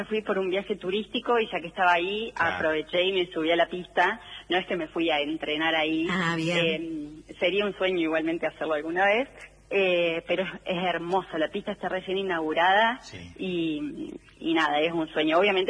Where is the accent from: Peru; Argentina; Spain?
Argentina; Ushuaia, Tierra del Fuego; Después hice esquí alpino porque nací y viví muchos años en Ushuaia.